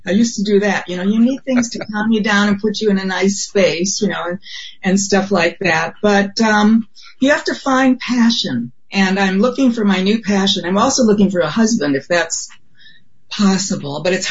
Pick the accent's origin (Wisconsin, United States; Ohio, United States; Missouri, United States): Wisconsin, United States; Milwaukee; moved away; I'm from Milwaukee.